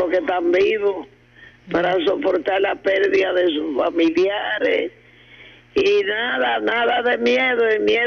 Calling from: Navarrete, Santiago, Dominican Republic; y me pongo y llame a amistades aquí en Navarrete también.

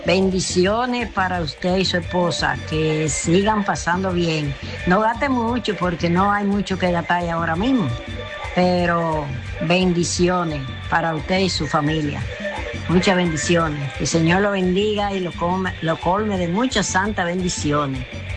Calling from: Dominican Republic; de aquí de La Cotorra

